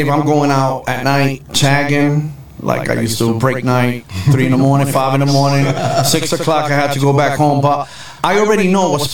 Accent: New York, United States; You know, born and raised in New York, bro.

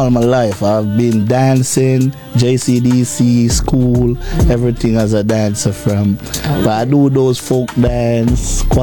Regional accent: Clarendon, Jamaica; now in New York, United States; I was born and raised in Clarendon, Jamaica, mm-hmm. and I transitioned to Queens, New York, where I'm at right now. But I rep the whole New York City.

